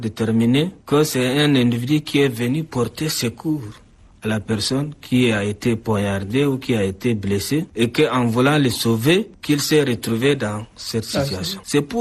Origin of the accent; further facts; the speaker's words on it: Chad; chez nous au Tchad